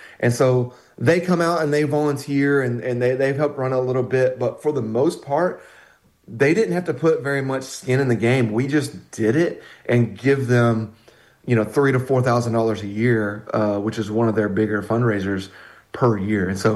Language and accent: English; Tyronza, Arkansas, United States; I'm originally from Tyronza, right?